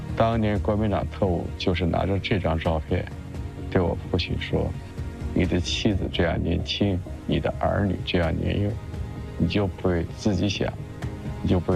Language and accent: Chinese; Nanjing, Jiangsu, China; born there; 我是在南京出生的